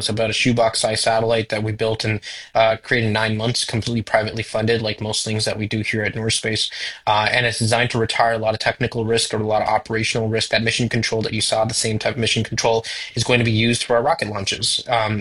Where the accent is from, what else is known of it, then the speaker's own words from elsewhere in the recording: Toronto, Ontario, Canada; remember I basically was born and raised in Toronto, sort of the Jane and Finch area, and always wanted to work on space, and figured that it wasn't going to happen in Canada